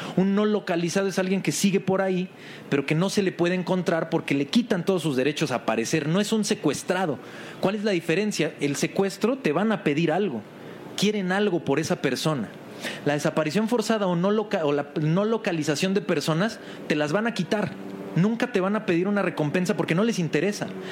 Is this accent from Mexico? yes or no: yes; Mexico; Nosotros, México, somos un estado, somos un país y somos una nación.